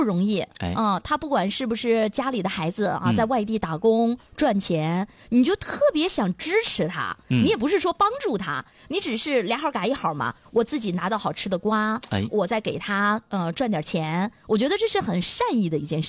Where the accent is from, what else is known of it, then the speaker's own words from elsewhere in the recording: China; 对于我们中国人来说